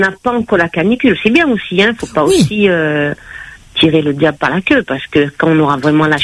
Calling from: Marseille, Provence-Alpes-Côte d'Azur, France; je vous appelle de Marseille.

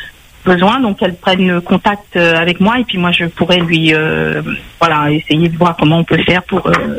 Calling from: Herblay, Île-de-France, France; Alors, je suis dans le Val-d'Oise, je suis à Herblay précisément

